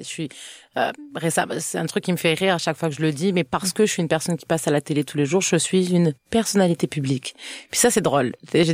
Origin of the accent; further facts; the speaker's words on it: France; now in Canada; ça m'arrive très souvent de recevoir des messages qui viennent déjà me critiquer parce que je suis française. Donc tu sais, il y a quelque chose, je suis une française qui parle du Québec à la télé